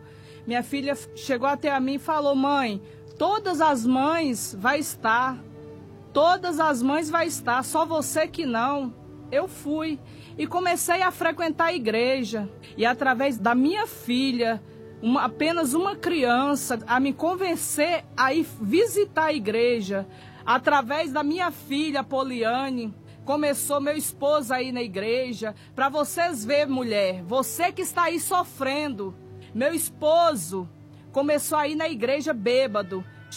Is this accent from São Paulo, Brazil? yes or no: yes; Mogi Guaçu, São Paulo, Brazil; Sou da cidade de Mogi Guaçu, São Paulo.